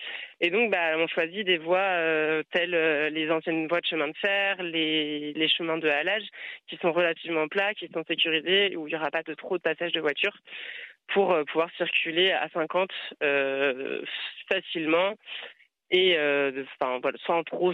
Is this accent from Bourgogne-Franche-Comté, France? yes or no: no; Brittany, France; je suis bretonne, je l'exerce dans les Côtes d'Armor, à Fréhel.